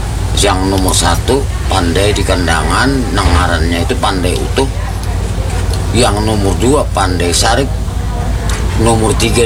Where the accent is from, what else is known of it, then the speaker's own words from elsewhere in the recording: South Kalimantan, Indonesia; Tapi kalau kita orang Banjar, andap khas orang kita Banjar